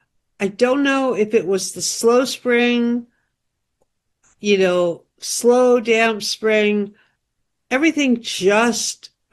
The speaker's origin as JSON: {"language": "English", "area": "Kern County", "region": "California", "country": "United States", "tie": "born or raised there", "moved": "yes", "said": "I grew up in Kern County and we grew potatoes."}